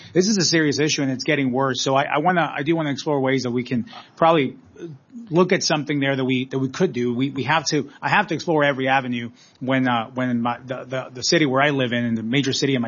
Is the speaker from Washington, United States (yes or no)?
no; Tucson, Arizona, United States; Growing up in Tucson, my dad was a bus driver.